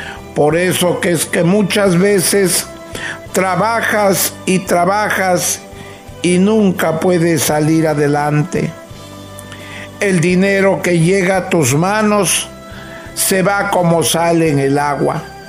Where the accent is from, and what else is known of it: northern Peru, Peru